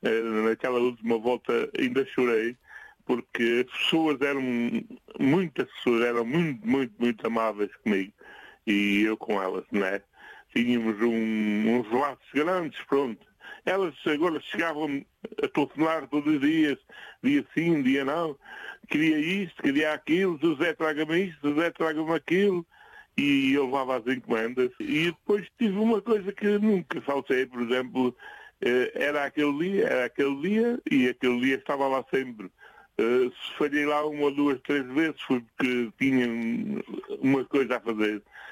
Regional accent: Mata, Centro, Portugal; born there; Eu nasci na Mata. É uma aldeia perto aqui de Castelo Branco. 17 quilómetros de Castelo Branco.

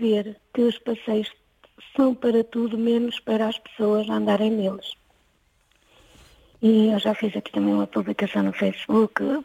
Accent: Vila do Conde, Porto, Portugal; Eu nasci em Vila do Conde, numa aldeia ali perto de... Pronto, de mais para lá da Maia, fiquei entre a trofa.

